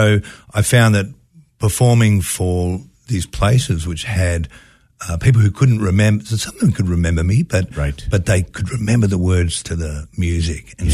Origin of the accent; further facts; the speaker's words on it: Western Australia, Australia; moved away as an adult; now in Texas, United States; I'm from Western Australia.